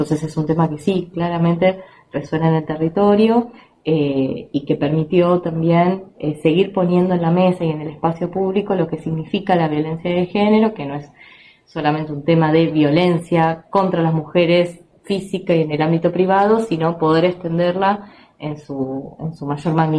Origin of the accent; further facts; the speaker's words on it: Andalgalá, Catamarca, Argentina; Somos de Andalgalá, Catamarca, y pertenecemos a Asamblea del Algarrobo.